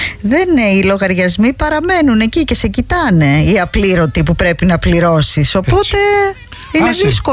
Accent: Greece

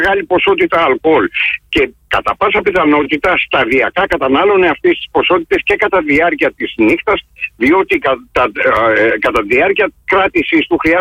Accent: Western Greece, Greece; εκεί στην πατρίδα μου, στην Αχαΐα

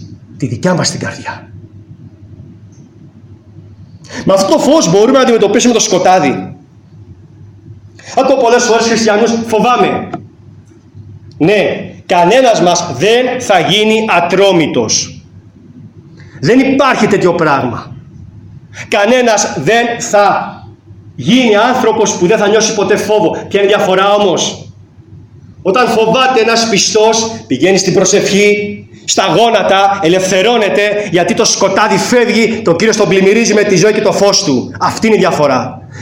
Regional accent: Rhodes, South Aegean, Greece; είτε εδώ στη Ρόδο, καθώς είμαι, μιας και είμαι Ροδίτης.

